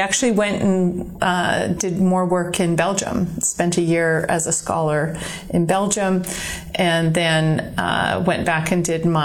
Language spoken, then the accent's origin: English; Kamloops, British Columbia, Canada; also born or lived in East Coast, Canada; You know, growing up in Kamloops, I really thought I was good at French until I moved to the East Coast and realized there were actually people that could really speak French.